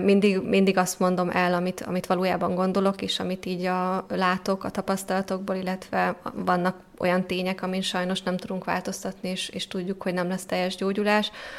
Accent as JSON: {"language": "Hungarian", "country": "Hungary", "tie": "born there", "moved": "as an adult", "lives_now": "Budapest, Hungary", "said": "Nincs saját családom, de külön élek. A szüleim, ők ott vannak vidéken, úgyhogy én itt élek albérletben."}